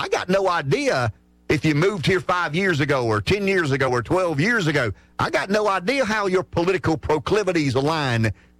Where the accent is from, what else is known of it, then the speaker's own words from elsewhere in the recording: South Carolina, United States; I am a native South Carolinian. I was raised in the Deep South. I am a rural country boy.